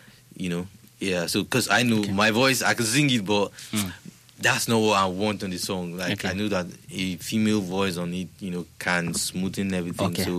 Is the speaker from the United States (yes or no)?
no; Enugu State, Nigeria; first language Igbo; English is a second language; now in Scotland, United Kingdom; sing in English, rap in English. And then the pidgin, the Nigerian pidgin, I do that as well. And then in Igbo too, that's my native, because I'm from Nigeria, Enugu State.